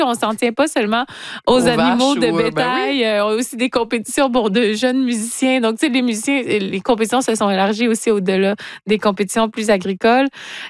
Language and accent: French; Rimouski, Quebec, Canada; Les K-Days, je parlais, qui m'ont donné l'idée à Edmonton en 1872 et Rimouski, hein, ma terre natale, en 1888.